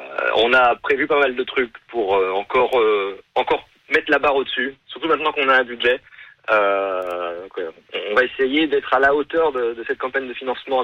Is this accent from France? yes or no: yes; France; Je pense que tu te trompes, je suis français.